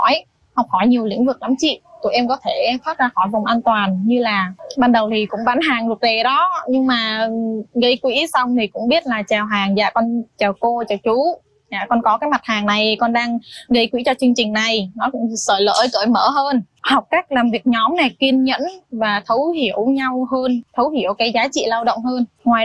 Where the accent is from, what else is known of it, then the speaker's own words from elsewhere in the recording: Đắk Lắk, Vietnam; Em xin tự giới thiệu … em đến từ Đắk Lắk.